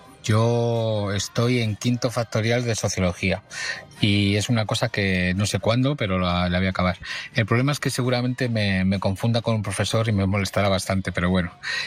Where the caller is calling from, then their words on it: Madrid, Community of Madrid, Spain; de Madrid.